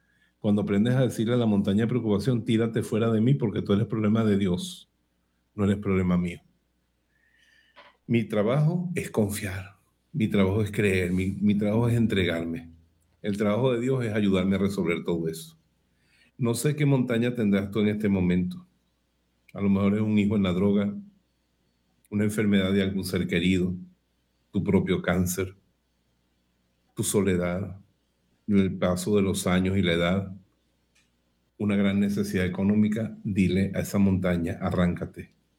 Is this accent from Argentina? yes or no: no; Bejuma, Carabobo, Venezuela; Muchas de estas canciones, se han dado cuenta, esta noche nacieron en Bejume, en mi pueblo, cuando yo era seglar, no había entrado al seminario todavía.